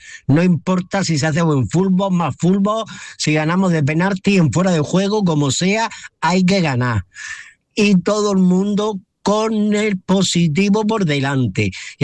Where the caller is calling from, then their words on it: Almería, Andalusia, Spain; somos almerienses